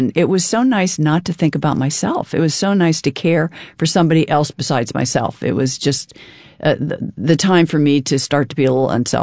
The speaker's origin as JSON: {"language": "English", "country": "United States", "said": "I came from America."}